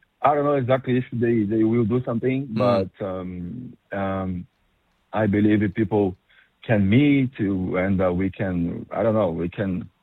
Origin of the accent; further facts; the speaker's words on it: Rio de Janeiro, Brazil; English is a second language; Yes. Yes, exactly. Uh-huh. I born there. I have my family.